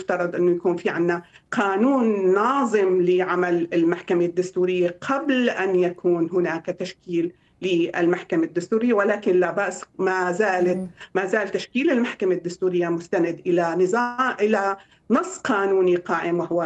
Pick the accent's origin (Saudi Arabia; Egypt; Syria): Syria; بالحقيقة نحن كسوريين وقانونيين وقضاة ومحامين ننتظر هذا المرسوم